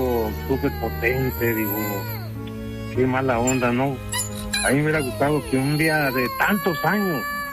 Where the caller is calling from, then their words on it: Mexico; yo soy mexicano, soy con México